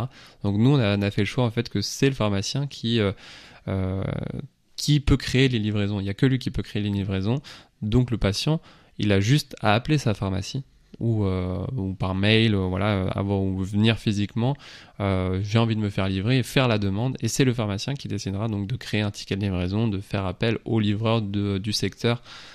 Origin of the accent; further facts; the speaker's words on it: Lorient, Brittany, France; je suis de Lorient, je suis revenu sur Lorient